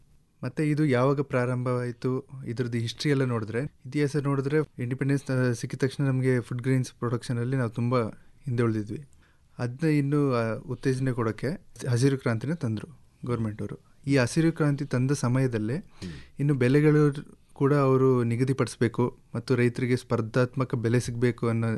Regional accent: Ponnampet, Karnataka, India; ಕೊಡಗು ಜಿಲ್ಲೆಯಲ್ಲಿ ಪೊನ್ನಂಪೇಟೆ ಕಡೆಯವರು.

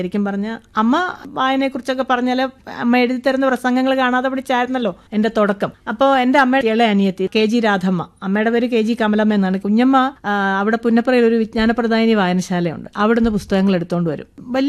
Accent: Pallana, Kerala, India; moved away as an adult; also born or lived in Punnapra, Alappuzha / Changanassery; now in Palakkad, India; ഞാൻ ജനിച്ചു വളർന്ന സ്ഥലം എന്ന് പറയുന്നത് ആലപ്പുഴ ജില്ലയിൽ കാർത്തിയപ്പള്ളി താലൂക്ക് തൃക്കുന്നപ്പുഴ പഞ്ചായത്തിൽ പല്ലന പാനൂർ.

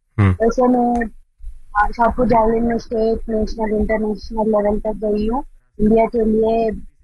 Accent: Andhra Pradesh, India; मैं आंध्र प्रदेश से हूँ और मैं

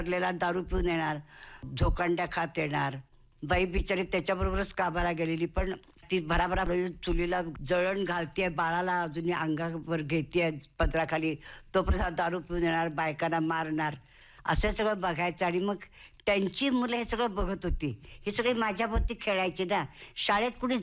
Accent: Pune, Maharashtra, India; born there; moved away as an adult; now in Sangli, India

